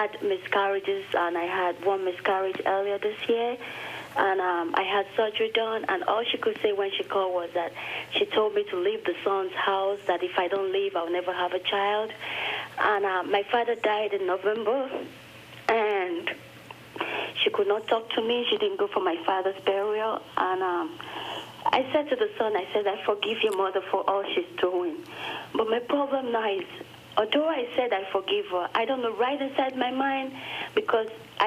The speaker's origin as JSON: {"language": "English", "country": "Nigeria", "lives_now": "Quincy, United States", "said": "I'm from Nigeria, and I have a problem with my mother-in-law"}